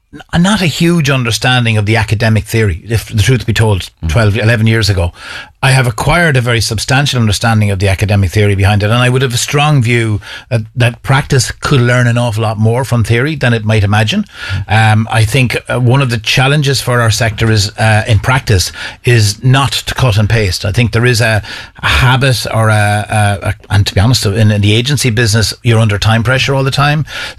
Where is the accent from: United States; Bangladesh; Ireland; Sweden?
Ireland; Sligo, Connacht; And a very wise guidance teacher I'm from Sligo, so a wise guidance teacher in Summerhill College in Sligo pointed me towards the degree in communication studies